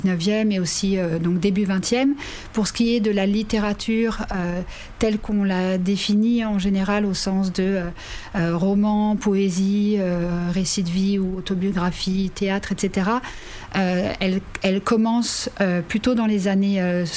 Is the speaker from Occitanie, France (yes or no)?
no; Paris, Île-de-France, France; moved away as an adult; moi, donc, je suis française, j'ai grandi à Paris, et quand j'ai commencé à faire ma thèse en Australie en 2003